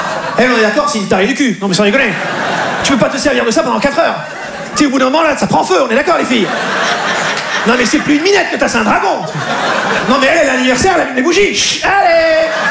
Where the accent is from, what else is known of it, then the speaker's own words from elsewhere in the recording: Southwest France, France; Moi, je viens du Sud-Ouest de la France, d'accord? Dans le Sud-Ouest, on est des bons vivants.